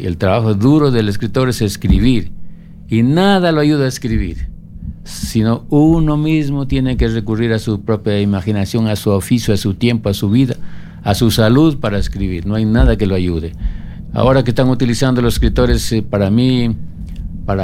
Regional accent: Spain; moved away as an adult; Vine yo de España recién graduado y recién casado

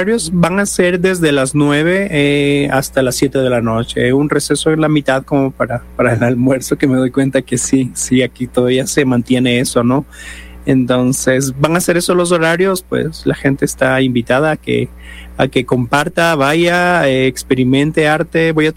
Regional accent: Quito, Pichincha, Ecuador; born there; now in Cuenca, Ecuador

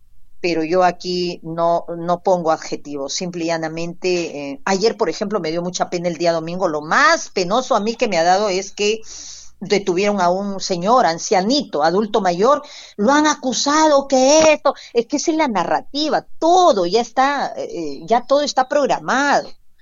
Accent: Peru; Yo no me muevo de mi país. No, no, no. Yo no me muevo del lugar donde vivo. No me muevo. Claro, viajaré, sí, pero no me muevo de mi Perú.

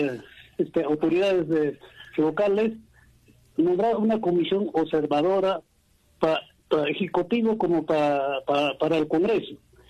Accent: Peru; Yo creo que al pueblo peruano, a todos los que somos pueblos peruanos legítimos

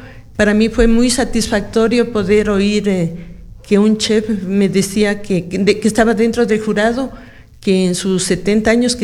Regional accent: Cariamanga, Loja, Ecuador; Yo soy de Cariamanga.

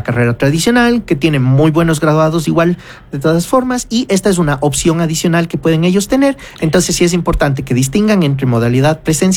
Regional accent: Ecuador

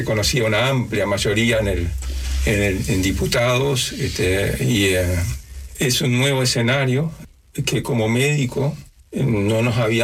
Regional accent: Uruguay; born there; Yo quiero decir primero que yo nací en Uruguay.

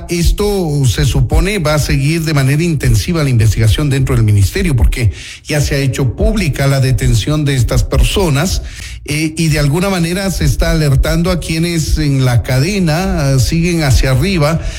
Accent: Ecuador; nos alegramos como ecuatorianos

